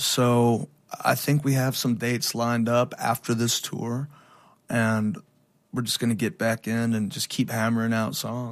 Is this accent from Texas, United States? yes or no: yes; El Paso, Texas, United States; moved away; the amount of time that I spent growing up in El Paso.